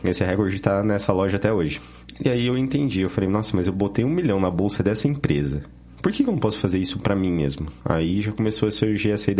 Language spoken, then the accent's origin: Portuguese; Curitiba, Paraná, Brazil; Sou nascido aqui em Curitiba mesmo.